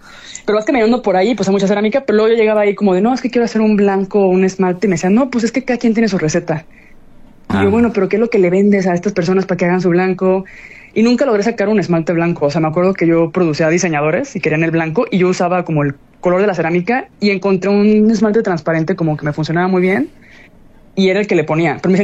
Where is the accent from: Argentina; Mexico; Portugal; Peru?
Mexico; also born or lived in Madrid, Spain / Gdansk, Poland; now in Querétaro, Mexico; para mí como mexicana